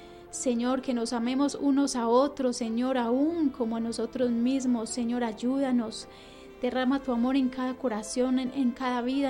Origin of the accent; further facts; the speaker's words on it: Colombia